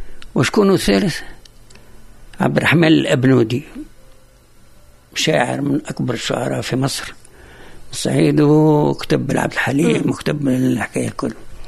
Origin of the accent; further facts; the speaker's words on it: Tunis, Tunis Governorate, Tunisia; كل قدرنا مشينا القفصة احنا ساعة كنا من تونس.